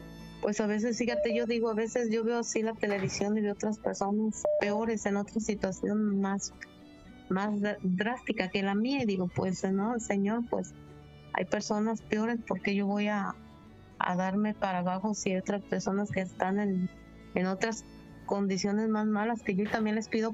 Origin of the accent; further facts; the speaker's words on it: Jalisco, Mexico; now in Monterrey, Mexico; que nosotros somos de Jalisco, pero mis hijos están radicando en Irapuato, Guanajuato, y yo en Monterrey.